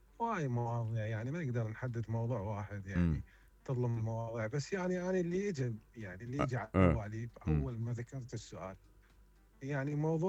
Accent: Iraq; احنا وصلنا العالم كله احنا كعراقيين احنا شنو اللي نستفاد من عنده

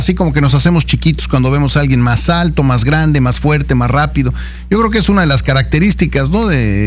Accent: Mexico

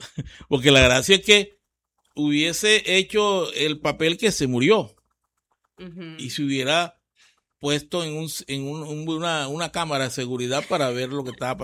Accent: María La Baja, Bolívar, Colombia; María La Baja, mi pueblo del alma, una de las regiones que yo más quiero en la vida

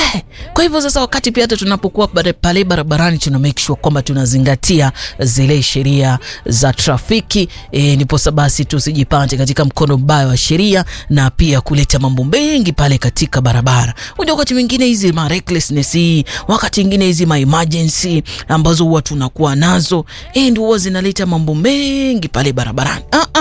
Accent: Tana River County, Kenya; moved away; Si kama kule kwetu Tana River

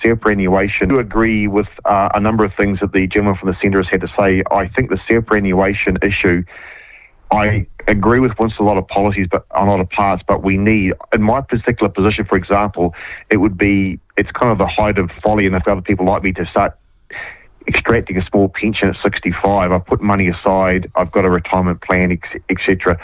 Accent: Waikato, New Zealand; I'm from the Waikato originally

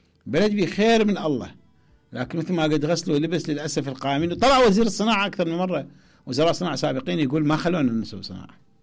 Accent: Iraq; كانت مكابس التمور عندنا بالعراق

